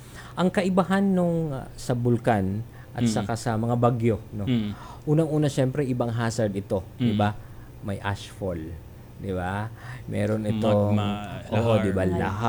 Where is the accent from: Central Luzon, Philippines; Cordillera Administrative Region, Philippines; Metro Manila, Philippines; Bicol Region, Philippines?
Bicol Region, Philippines; Pareho pala tayo ang Bicolano. Ay, so, I'm from Masbate.